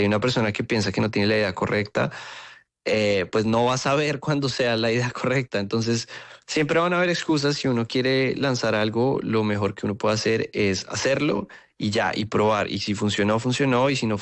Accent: Colombia; now in United States

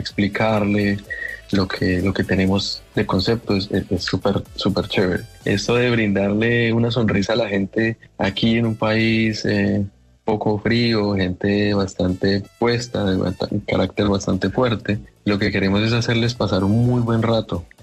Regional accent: Colombia; moved away; A todos mis compatriotas colombianos que están en el exterior

